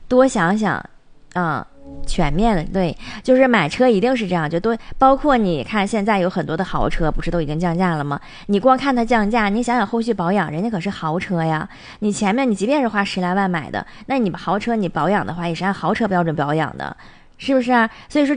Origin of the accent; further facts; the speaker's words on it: Harbin, Heilongjiang, China; 尤其是咱们哈尔滨人